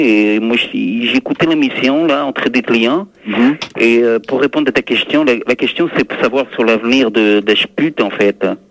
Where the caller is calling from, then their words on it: Lyon, Auvergne-Rhône-Alpes, France; J'appelle de Lyon.